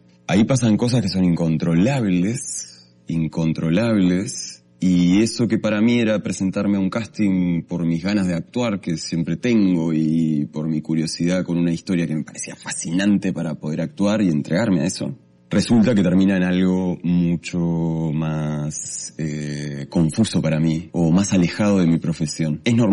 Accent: Uruguay; moved away; Yo vengo de Uruguay, del otro lado del mundo. Y soy actor

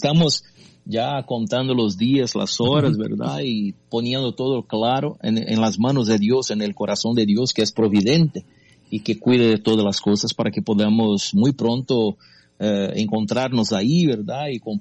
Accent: Brazil; first language Portuguese; Spanish is a second language; Porque yo soy brasileño, ¿verdad? Claro. Yo hablo portugués y este es mi país, Brasil. Pero aquí vivo yo.

